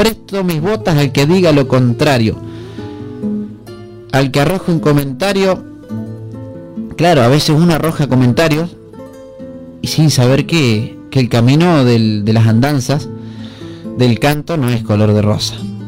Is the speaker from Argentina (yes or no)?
yes; San Manuel, Buenos Aires, Argentina; born there; Y estábamos en San Manuel, tenía 15 años yo.